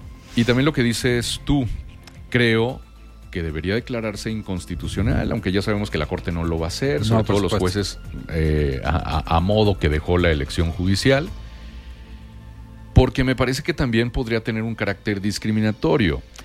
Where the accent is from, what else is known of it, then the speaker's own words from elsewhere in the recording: Mexico; todos somos mexicanos